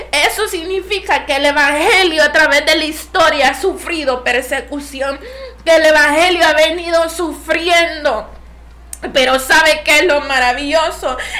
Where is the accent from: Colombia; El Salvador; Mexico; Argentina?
El Salvador; todos estamos seguros en el país de El Salvador